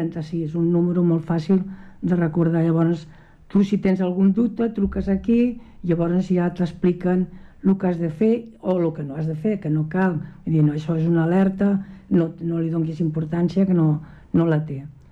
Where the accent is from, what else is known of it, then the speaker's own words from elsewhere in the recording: Mataró, Catalonia, Spain; Jo vaig néixer a Mataró